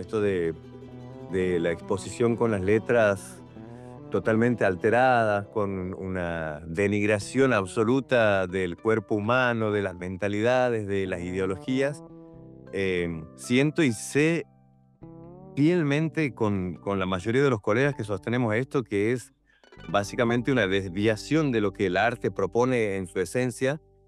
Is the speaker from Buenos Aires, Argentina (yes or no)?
no; Santiago del Estero, Argentina; llega a Santiago del Estero, mi tierra, donde finalmente aporta la cultura